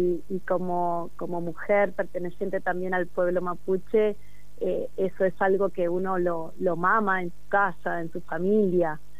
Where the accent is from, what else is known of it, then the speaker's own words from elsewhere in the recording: Esquel, Chubut, Argentina; born there; Yo nací en el campo, en Esquel, viví una infancia como de Heidi, digo, en una casa quinta llena de frutales y animalitos.